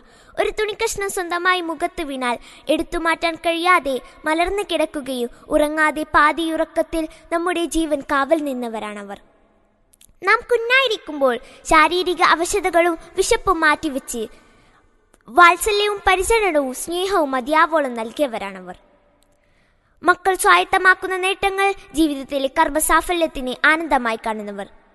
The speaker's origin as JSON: {"language": "Malayalam", "town": "Iritty", "region": "Kerala", "country": "India"}